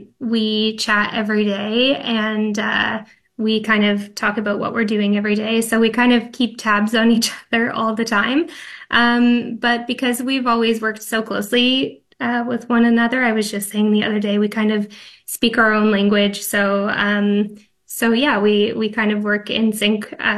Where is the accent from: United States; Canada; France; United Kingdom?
Canada; Ontario; So I grew up in the Niagara region.